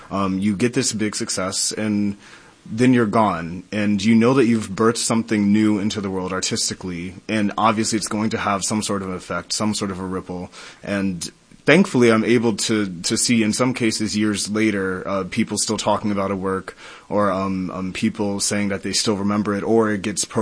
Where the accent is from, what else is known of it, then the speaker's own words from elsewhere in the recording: Virginia, United States; moved away; I'm from Virginia originally.